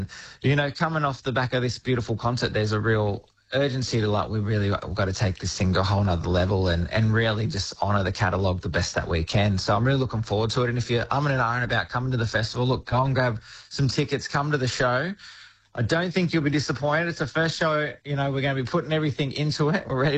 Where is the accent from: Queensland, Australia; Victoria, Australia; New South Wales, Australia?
New South Wales, Australia; Tamworth; Tamworth's my hometown